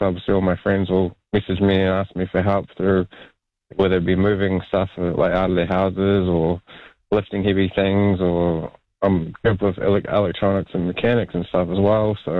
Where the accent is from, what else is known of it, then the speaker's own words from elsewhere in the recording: Nelson, New Zealand; So I'm from Nelson, so I took off now